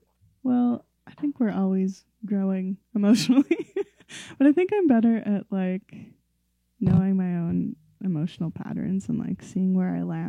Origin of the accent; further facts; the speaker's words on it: Yukon, Canada; growing up in the Yukon, we had a very immediate, easy access to that state.